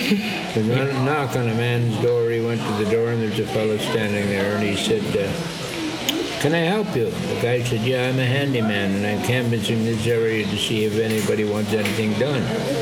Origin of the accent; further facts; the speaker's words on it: Canada; I am a Canadian